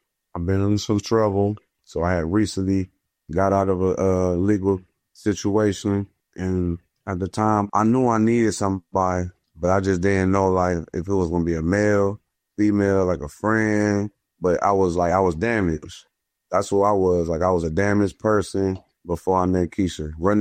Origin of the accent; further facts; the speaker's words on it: Youngstown, Ohio, United States; Youngstown, Ohio. That's where I'm from Ohio.